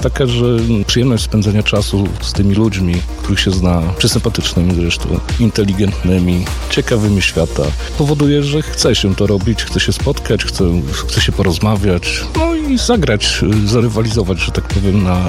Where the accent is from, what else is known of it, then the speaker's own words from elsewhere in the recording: Włodawa, Lublin Voivodeship, Poland; Ja sam pochodzę z Włodawy.